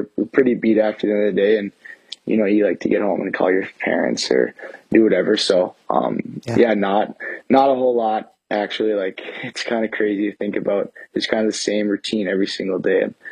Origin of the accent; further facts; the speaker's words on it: Baxter, Minnesota, United States; I'm from Baxter, Minnesota.